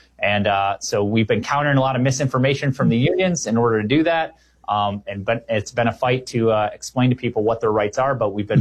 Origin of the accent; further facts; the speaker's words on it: Illinois, United States; if you were from like my home state of Illinois, where my parents, you know, my dad was school teacher